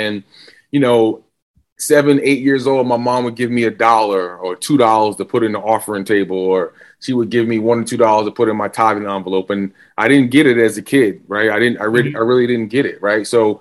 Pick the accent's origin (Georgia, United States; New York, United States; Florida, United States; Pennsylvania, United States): New York, United States; Riverhead; So I grew up in Riverhead, New York